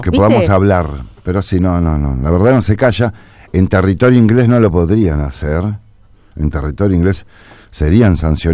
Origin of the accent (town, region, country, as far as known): Argentina